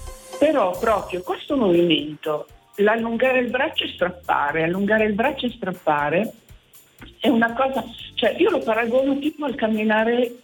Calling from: Novara, Piedmont, Italy; Io abito a Novara.

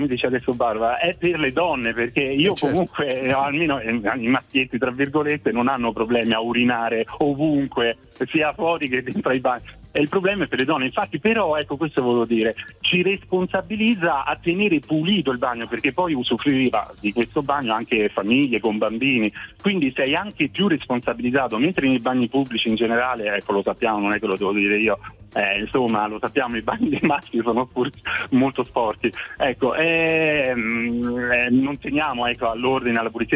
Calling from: Rome, Lazio, Italy

